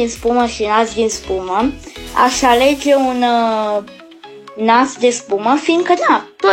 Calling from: Bucharest, Romania; din București. Am 10 ani

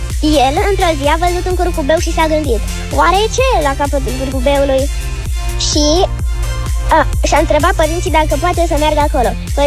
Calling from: Iași, Iași County, Romania; din Iași, am 8 ani.

